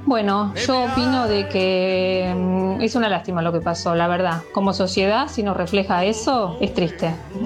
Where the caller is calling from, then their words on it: Recoleta, Buenos Aires, Argentina; de Recoleta, te escucho siempre que puedo.